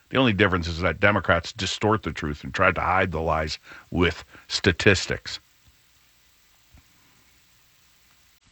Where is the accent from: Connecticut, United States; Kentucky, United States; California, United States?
Connecticut, United States; New Haven; Me growing up in New Haven.